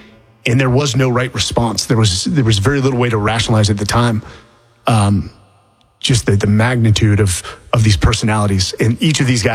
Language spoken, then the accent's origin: English; California, United States; When I first got to this place, you know, I grew up in the Bay Area.